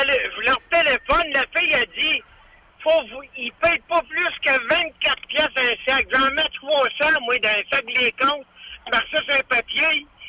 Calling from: Trois-Rivières, Quebec, Canada; je suis à Trois-Rivières.

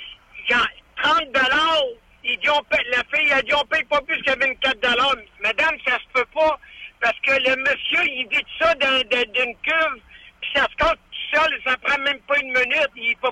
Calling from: Trois-Rivières, Quebec, Canada; je suis à Trois-Rivières.

